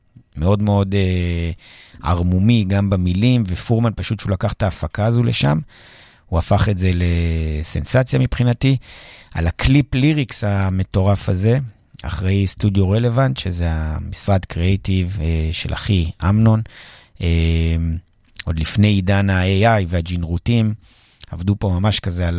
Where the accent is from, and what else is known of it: Jerusalem, Jerusalem District, Israel; born there